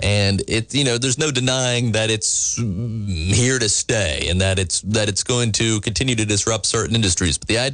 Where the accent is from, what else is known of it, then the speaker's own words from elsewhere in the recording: Georgia, United States; because, you know, I am here in South Georgia in Bexley.